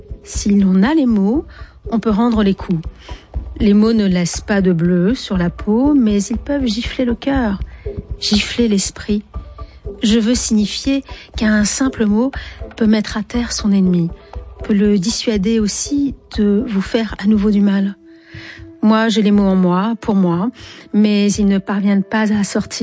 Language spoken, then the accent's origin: French; Algiers, Algiers Province, Algeria; parce que j'ai grandi à Alger, qui était un pays très viril, masculin.